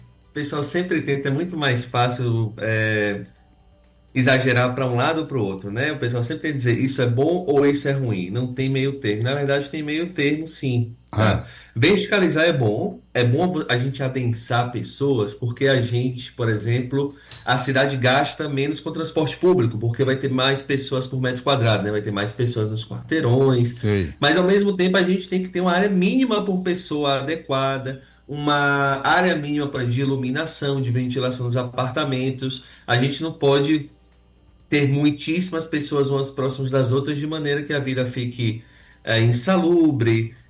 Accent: Brazil; A gente, como bom brasileiro, a gente é bem misturado, né?

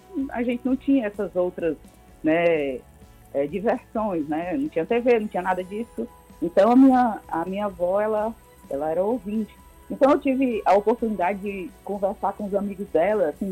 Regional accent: Quixadá, Ceará, Brazil; born there; moved away as an adult; now in Horizonte, Brazil; a gente saiu de Quixadá, a minha vida toda praticamente assim, adulta e de estudo. Eu vim para Horizonte, aqui perto de Fortaleza, ia e vinha todo dia

